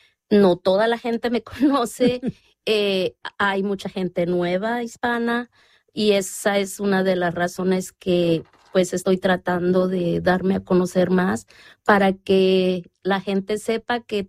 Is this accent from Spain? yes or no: no; Mexico; moved away as an adult; now in Bloomington, United States; soy originaria y orgullosamente de México. Llevo en Bloomington más de 20 años.